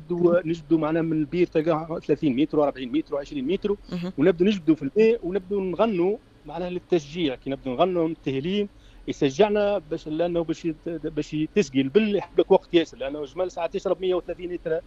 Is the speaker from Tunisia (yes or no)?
yes; Tunisia; now in Switzerland